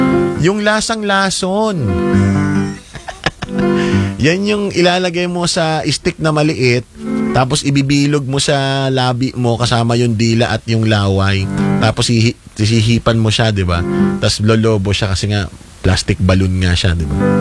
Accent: Quezon, Calabarzon, Philippines; dun sa amin sa Quezon

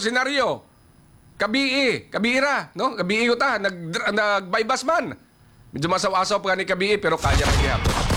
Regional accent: Western Visayas, Philippines; first language Aklanon; Kasi Aklanon kami. Yung salita namin is Aklanon.

